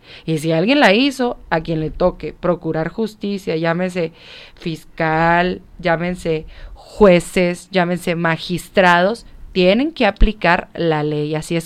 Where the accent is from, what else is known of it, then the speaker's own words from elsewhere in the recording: Ciudad Juárez, Chihuahua, Mexico; born there; also born or lived in Parral; soy nacida en Ciudad Juárez, pero mi familia parralense. Y luego, pues viniendo a Chihuahua capital todo el tiempo